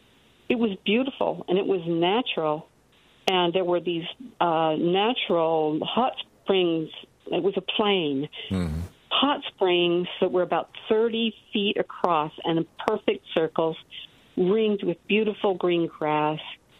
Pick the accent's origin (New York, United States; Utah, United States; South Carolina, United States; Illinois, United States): Utah, United States; now in Seattle, United States; I was born and raised in Utah, and I wasn't LDS, and so I was adamant about getting out of there.